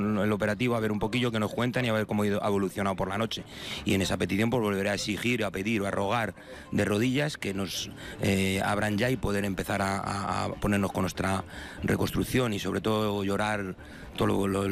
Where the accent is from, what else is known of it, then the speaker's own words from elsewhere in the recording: Navas del Rey, Community of Madrid, Spain; Pues la situación de mi pueblo es de desesperación. El problema que ha tenido el municipio de Navas del Rey es que lo ha achicharrado por completo.